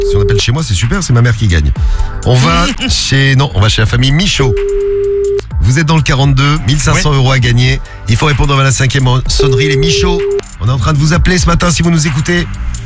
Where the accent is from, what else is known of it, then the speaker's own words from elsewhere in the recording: Firminy, Auvergne-Rhône-Alpes, France; born there; Tu sais que c'est la ville où je suis né, à Firminy.